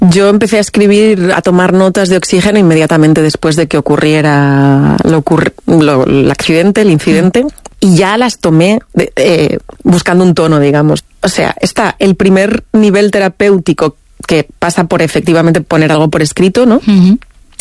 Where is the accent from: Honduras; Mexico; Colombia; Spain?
Spain; Madrid, Community of Madrid; Yo soy de Madrid, pero mis padres son de Extremadura. Uh-huh. Bueno, mis abuelos maternos eran de Cuenca, los paternos de Extremadura.